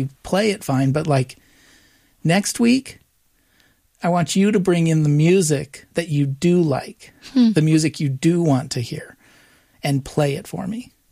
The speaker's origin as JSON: {"language": "English", "region": "Alaska", "country": "United States", "tie": "born or raised there", "said": "I grew up in Alaska and pretty remote areas"}